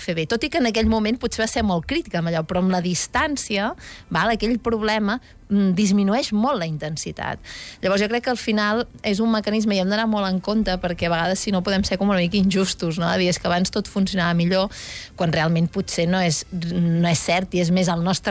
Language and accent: Catalan; Girona, Catalonia, Spain; jo, a veure, a més, soc de Girona